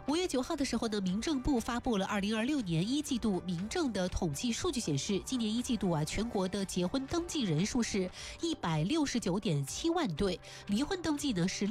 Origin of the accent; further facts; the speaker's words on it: Hefei, Anhui, China; 也是咱们合肥人都特别熟悉的一个地方哈